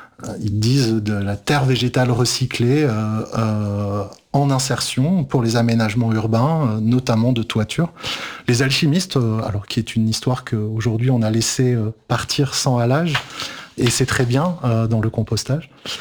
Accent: Île-de-France, France

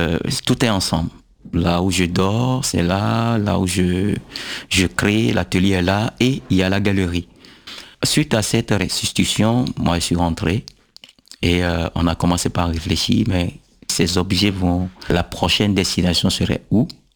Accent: Abomey, Zou, Benin; born there; Déjà, tu sais que je suis né à Boumé, la terre d'Aboumé, la latérite, j'avais travaillé la latérite, mais jamais l'argile.

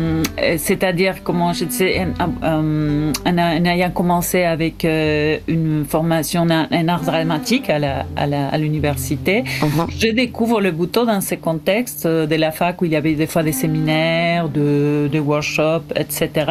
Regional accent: Entre Ríos, Argentina; French is a second language; moved away as an adult; also born or lived in Córdoba; Ben oui, je peux dire que je suis née à Cordoba. Après, j'ai grandi plus en Entre Ríos, justement du côté de l'Uruguay

